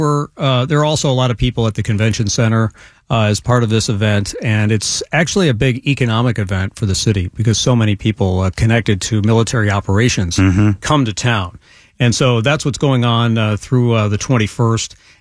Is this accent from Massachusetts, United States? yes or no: no; Chicago, Illinois, United States; I remember going back to my hometown in Chicago, drinking the water right out of the tap.